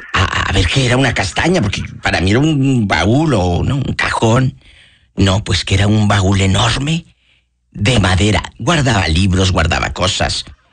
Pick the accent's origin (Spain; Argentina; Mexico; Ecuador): Mexico; Matamoros, Tamaulipas; No sé si en Matamoros, en mi tierra, así le decían